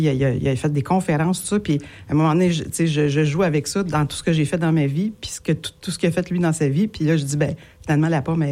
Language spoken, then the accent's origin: French; Saint-Rémy, Quebec, Canada; moved away as an adult; also born or lived in Montreal; now in Longueuil, Canada; Longueuilloise depuis 2022. En fait, moi, je suis native de la Montérégie, de Saint-Rémy-de-Napierreville.